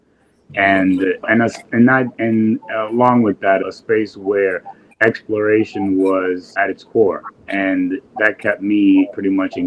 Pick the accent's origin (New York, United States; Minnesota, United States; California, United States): New York, United States; New York City; Born and raised in West Harlem.